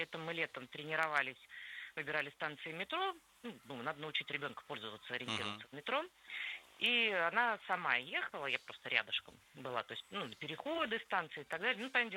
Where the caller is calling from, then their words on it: Moscow, Russia; Мы живем в Москве